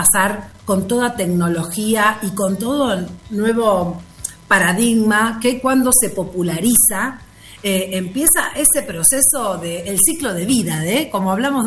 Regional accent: Argentina

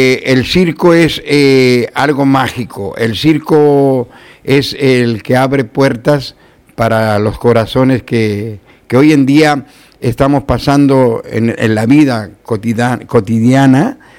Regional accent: Argentina; Entonces esas amarguras te llegan a ti como persona, como argentina. Argentina es un país muy grande, muy hermoso, muy de piel.

